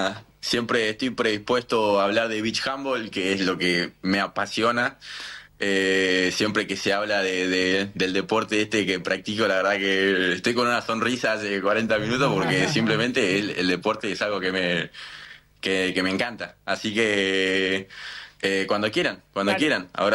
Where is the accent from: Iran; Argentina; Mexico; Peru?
Argentina; Somos argentinos de pie a cabeza